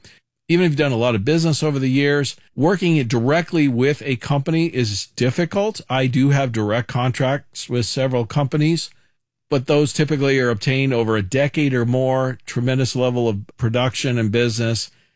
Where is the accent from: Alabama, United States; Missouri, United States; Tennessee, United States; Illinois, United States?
Missouri, United States; Kansas City; I'm born and raised in Kansas City. But I'd never gone to a Monday night football game.